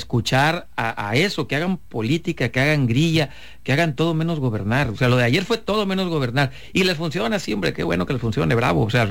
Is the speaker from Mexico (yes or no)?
yes; Mexico; a mí como mexicano, ¿qué me cambia? Aquí me siguen matando en Sinaloa